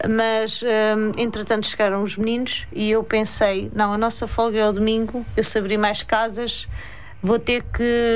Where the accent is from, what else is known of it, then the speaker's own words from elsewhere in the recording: Mafra, Lisbon, Portugal; born there; moved away; also born or lived in her home village (unnamed); Cá em Mafra, foi cá que os meus pais construíram raízes e vivi 8 anos em Mafra ainda. Ainda consegui viver cá em Mafra 8 anos e, entretanto, fui para a minha aldeia.